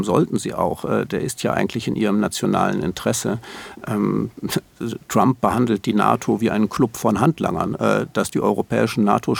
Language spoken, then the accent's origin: German; Germany; für uns als Deutsche